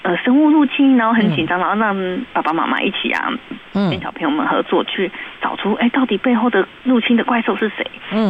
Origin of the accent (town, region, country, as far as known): Taiwan